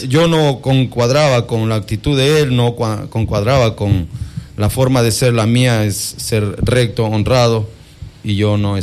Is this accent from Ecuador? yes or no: yes; Ibarra, Imbabura, Ecuador; moved away as an adult; now in Quevedo, Ecuador; soy ibarreño que vivo 22 años acá en Quevedo ya.